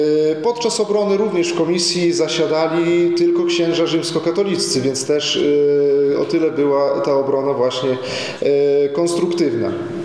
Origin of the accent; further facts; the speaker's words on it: Białystok, Podlaskie Voivodeship, Poland; now in Biała Podlaska, Poland; pochodzę z Białegostoku i dziękuję bardzo za zaproszenie, że mogę w moim rodzinnym Białymstoku podzielić się tym